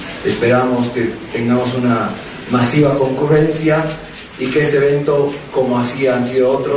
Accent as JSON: {"language": "Spanish", "country": "Bolivia", "said": "Es importante que nosotros como bolivianos nos podamos sentir orgullosos de nuestra música"}